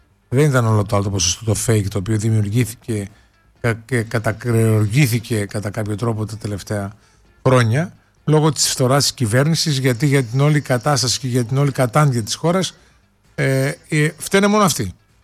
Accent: Greece

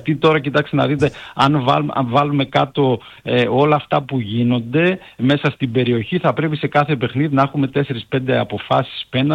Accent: Northern Greece, Greece; είμαι και από τη Βόρεια Ελλάδα.

